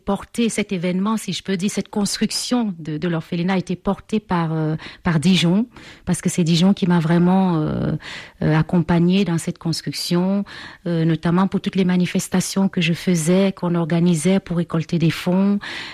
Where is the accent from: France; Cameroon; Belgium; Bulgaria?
Cameroon; retour aux sources, il y a de cela 15 ans, au Cameroun, dans mon pays d'origine.